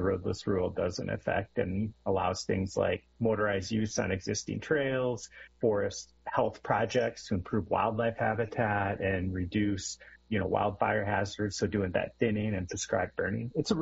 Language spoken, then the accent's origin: English; Michigan, United States; moved away as an adult; also born or lived in northern Wisconsin / northern Minnesota; now in Montana, United States; I grew up in Michigan and then went to college in northern Wisconsin